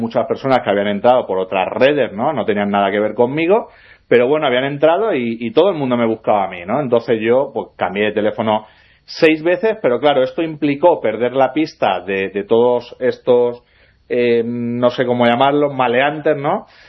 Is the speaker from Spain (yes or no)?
yes; Elda, Valencian Community, Spain; moved away as an adult; now in Madrid, Spain; cuando regreso a Elda, a mi pueblo, donde nos atacan, donde me revientan, de donde me tengo que ir y donde estuve viviendo hasta hace muy poquito que me he mudado a Madrid.